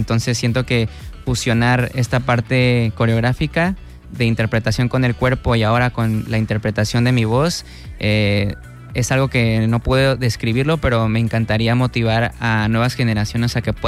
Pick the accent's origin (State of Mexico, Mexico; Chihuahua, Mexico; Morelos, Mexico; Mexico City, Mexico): State of Mexico, Mexico; Cuautitlán Izcalli; Yo soy del Estado de México, Moti y yo somos del Estado de México, Cuautitlán Izcalli.